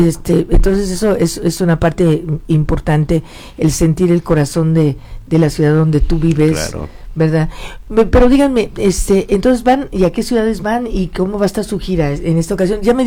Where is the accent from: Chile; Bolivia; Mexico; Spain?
Mexico; Es nuestro México, somos mexicanos, como que es algo que, en donde te olvidas de todas las rencillas, ¿no?